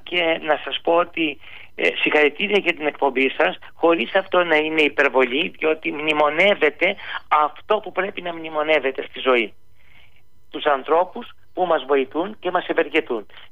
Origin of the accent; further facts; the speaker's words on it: Lixouri, Ionian Islands, Greece; εμείς σαν λειξουριώτες και σαν κεφαλονίτες, σαν Έλληνες πάνω απ' όλα